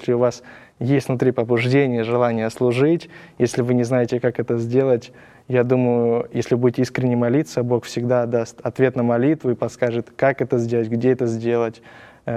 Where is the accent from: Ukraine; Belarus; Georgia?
Ukraine; now in Argentina; Нет, я сам с Украины.